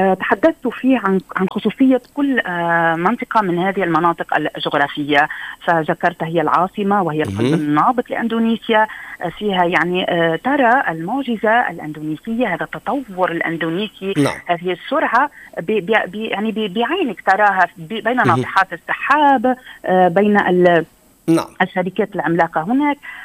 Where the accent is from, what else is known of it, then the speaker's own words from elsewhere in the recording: Lebanon; بما أنني يعني لبنانية